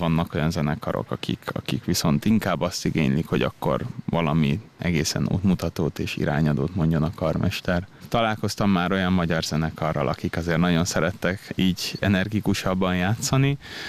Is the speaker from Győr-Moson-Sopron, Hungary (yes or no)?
yes; Sopron, Győr-Moson-Sopron, Hungary; moved away as an adult; also born or lived in Páty, Hungary / Milan, Italy; now in Vienna, Austria; ahol félig Pátyon, félig pedig Bécsben éltünk, majd a családom végül Sopronban telepedett le. Ott is nőttem fel.